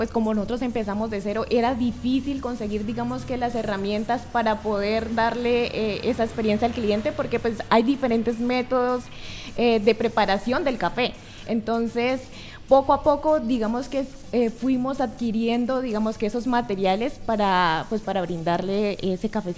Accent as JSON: {"language": "Spanish", "town": "Popayán", "region": "Cauca", "country": "Colombia", "said": "Yo soy de acá de Popayán. Nuestras familias siempre han sido productoras de café"}